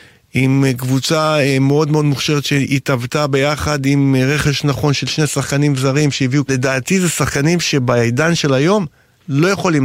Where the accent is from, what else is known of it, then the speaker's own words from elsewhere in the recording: Bnei Brak, Tel Aviv District, Israel; אני גדלתי בבני ברק